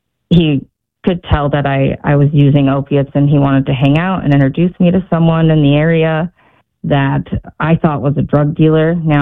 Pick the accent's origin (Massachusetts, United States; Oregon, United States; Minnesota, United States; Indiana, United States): Oregon, United States; Newport; born or raised there